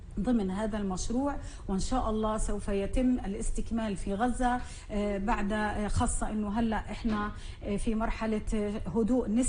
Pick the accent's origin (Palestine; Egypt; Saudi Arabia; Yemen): Palestine; نحن كفلسطينيين